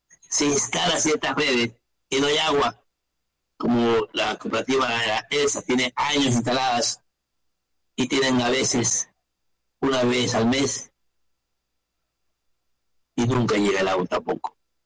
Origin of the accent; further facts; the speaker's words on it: Ecuador; now in Durán, Ecuador; precautelar nuestra inversión como ecuatoriano a los guayaquileños, porque ahora que estoy en Durán, soy durandeño.